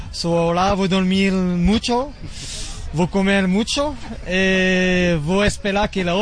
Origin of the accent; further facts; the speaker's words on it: France; Portuguese is a second language; Sou francês, mas tem uma mulher portuguesa.